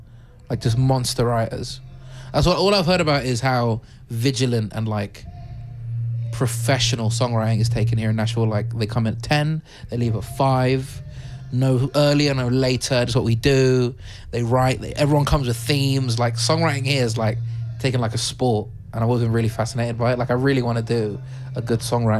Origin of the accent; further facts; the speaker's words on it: United Kingdom; oh my God, he's British?